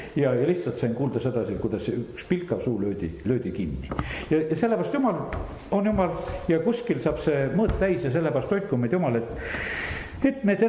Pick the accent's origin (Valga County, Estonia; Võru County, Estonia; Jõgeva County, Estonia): Võru County, Estonia; Võru; kui elasin, noh, ütleme lapsena siin Võrus veel